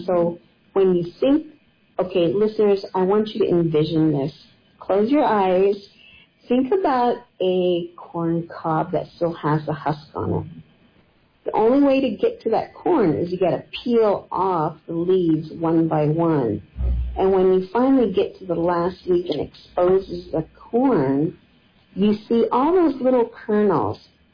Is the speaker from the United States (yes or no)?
yes; Arizona, United States; we're from the Hopi community, and our tribal community, many families plant cornfields.